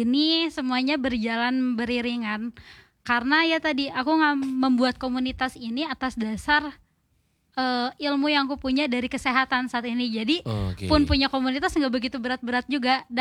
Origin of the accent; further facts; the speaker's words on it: Cimahi, West Java, Indonesia; Iya, aku dari Cimahi.